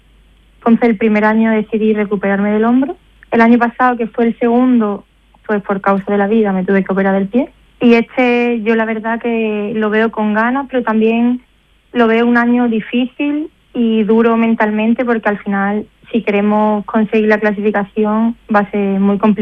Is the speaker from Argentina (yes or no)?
no; Málaga, Andalusia, Spain; moved away as an adult; now in Seville, Spain; yo soy de Málaga, pero llevo ya 5 años viviendo en Sevilla